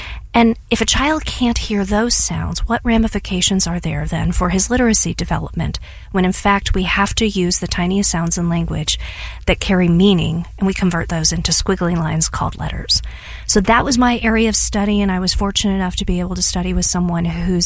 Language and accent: English; Ballwin, Missouri, United States; but I grew up in Baldwin, so a bunch of my West County friends and I used to make the trek down south every single day.